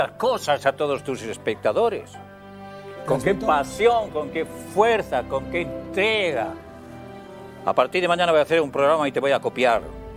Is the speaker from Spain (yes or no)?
yes; Ponferrada, Castile and León, Spain; moved away; el equipo de fútbol de mi pueblo, de la Ponferradina